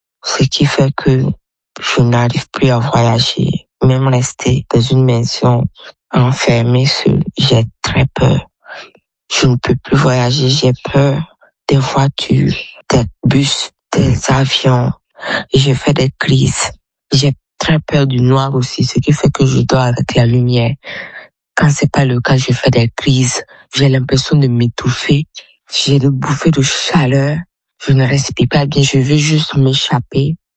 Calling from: Burkina Faso; Je suis au Burkina Faso, précisément dans la ville de Signaré.

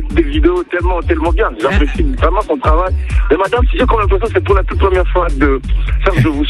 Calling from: Lubumbashi, Haut-Katanga, DR Congo; Depuis le Bumbashi, en RDC

